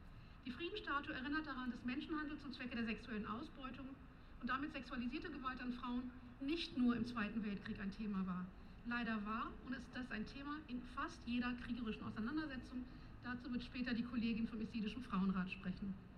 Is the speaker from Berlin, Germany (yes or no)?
yes; Berlin, Germany; als Berlinerin bin ich euch sehr dankbar